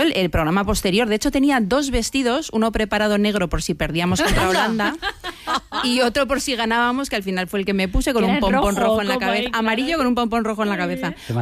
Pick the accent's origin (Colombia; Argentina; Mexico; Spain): Spain; Basque Country; moved away as an adult; now in Madrid, Spain; muchos nos hemos mudado a Madrid a buscar trabajo, como yo, que soy de la periferia, no igual, porque soy vasca.